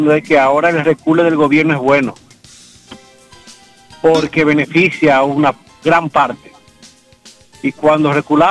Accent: Dominican Republic; Yo no entiendo a mí mismo que soy dominicano

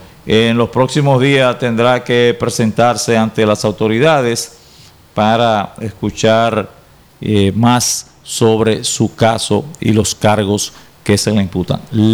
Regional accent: Dominican Republic; así somos los dominicanos

